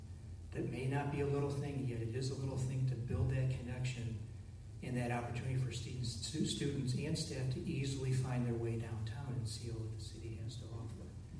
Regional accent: Allegheny County, Pennsylvania, United States; moved away as an adult; I grew up in Allegheny County, and my wife and I left for almost 25 years. And came back in 2018, and this is home. We're back home.

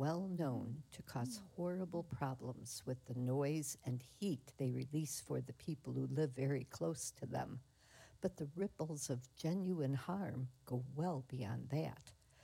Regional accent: Chicago, Illinois, United States; now in Duluth, United States; I grew up in Chicago

